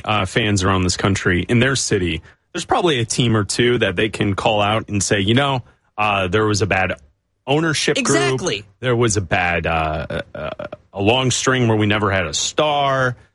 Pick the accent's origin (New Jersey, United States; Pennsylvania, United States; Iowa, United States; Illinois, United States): Illinois, United States; Chicago; Like, you and I grew up in the Jordan era in Chicago.